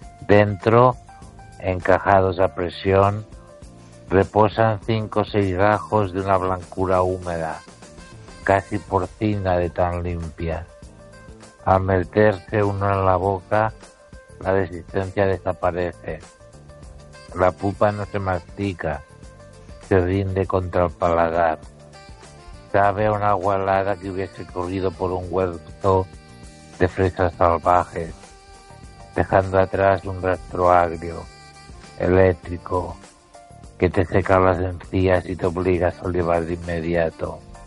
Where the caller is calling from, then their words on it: Ourense, Galicia, Spain; La verdad es que … de Orense.